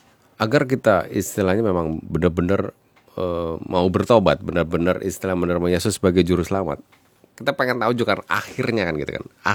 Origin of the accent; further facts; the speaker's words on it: Bogor, West Java, Indonesia; Kampung aku Di Bogor, Pak.